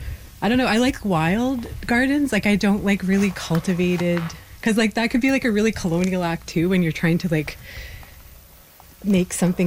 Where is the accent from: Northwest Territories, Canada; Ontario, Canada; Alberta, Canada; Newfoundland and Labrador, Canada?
Northwest Territories, Canada; Yellowknife; I'm from Yellowknife, Denaday.